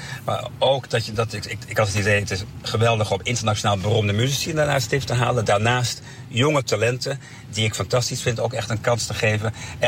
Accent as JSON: {"language": "Dutch", "country": "Germany", "tie": "born or raised there", "said": "toen ik opgroeide had je in Duitsland het Schleswig-Holstein Festival."}